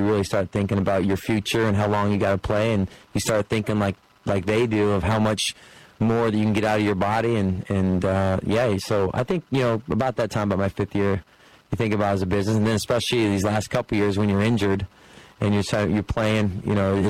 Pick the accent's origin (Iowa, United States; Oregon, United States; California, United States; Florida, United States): Iowa, United States; Iowa City; I grew up in Iowa City. I grew up 2 miles from being a Hawkeye